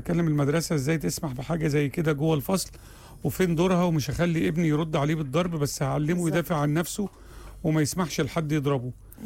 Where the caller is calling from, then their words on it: Sharqia Governorate, Egypt; مساء الخير، انا متابعكم من الشرقية.